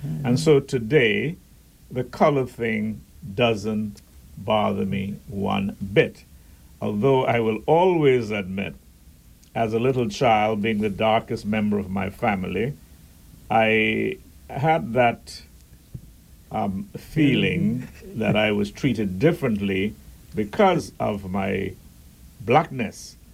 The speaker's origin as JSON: {"language": "English", "region": "Middle Caicos", "country": "Turks & Caicos Islands", "tie": "born or raised there", "said": "as a little boy growing up in Middle Caicos"}